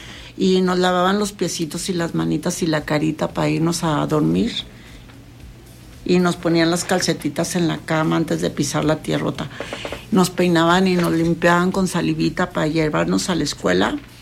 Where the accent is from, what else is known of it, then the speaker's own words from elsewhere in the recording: Gómez Palacio, Durango, Mexico; born there; como lagunera, yo soy nacida de Gómez Palacio, Durango. De Santa Rosa de Lima, Gómez Palacio del Durango. Mi papá, mestizo